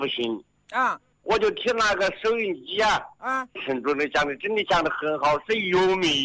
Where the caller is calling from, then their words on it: Zhijiang, Hubei, China; 我是宜昌芷江的。